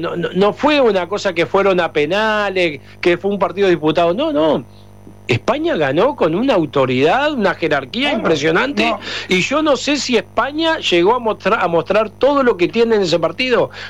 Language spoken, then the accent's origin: Spanish; Uruguay